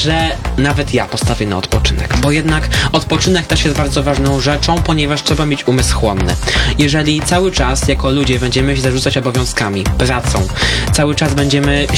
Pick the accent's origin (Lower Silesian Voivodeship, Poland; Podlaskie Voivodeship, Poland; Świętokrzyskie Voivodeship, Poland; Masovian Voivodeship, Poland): Podlaskie Voivodeship, Poland; Łomża; bo jestem Łomżyniakiem, wychowałem się w Łomży, tutaj się urodziłem, zatem uważam, że mimo wszystko to miasto cenię swoim takim szczególnym uczuciem, no bo jednak to jest moje miasto rodzinne